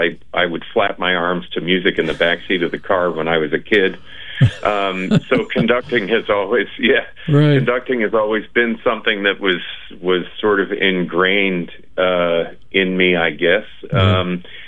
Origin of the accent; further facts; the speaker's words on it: Fairfield, Connecticut, United States; I grew up in Fairfield, Connecticut, started piano when I was age six.